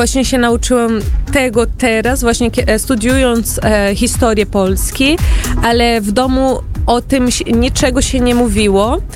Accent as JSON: {"language": "Polish", "region": "South Region", "country": "Brazil", "said": "Ja pochodzę właśnie z południa Brazylii."}